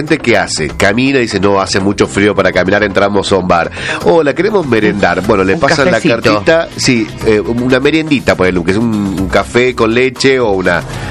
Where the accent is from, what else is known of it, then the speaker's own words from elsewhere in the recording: Argentina; pero soy argentino.